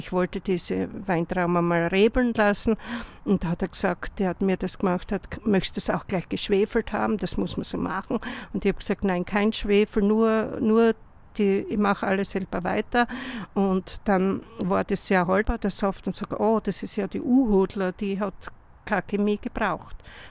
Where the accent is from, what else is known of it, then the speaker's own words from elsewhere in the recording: St. Anna am Aigen, Styria, Austria; weil ich komme auch aus Jam bei St. Anna am Aigen.